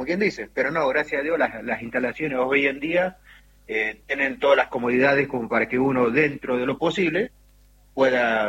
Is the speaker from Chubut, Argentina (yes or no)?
yes; Trelew, Chubut, Argentina; moved away as an adult; now in Antarctica; De Trelew, Chubut, sí.